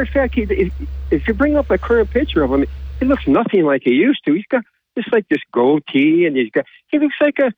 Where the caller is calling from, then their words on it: Vestal, New York, United States; Good morning there, Bob. … from Vestal.